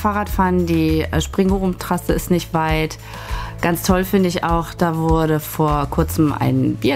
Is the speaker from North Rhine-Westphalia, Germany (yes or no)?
yes; Bochum, North Rhine-Westphalia, Germany; Ich bin 50 Jahre alt und ich bin in Altenbochum geboren und nie weit weggekommen und bin gerne hier.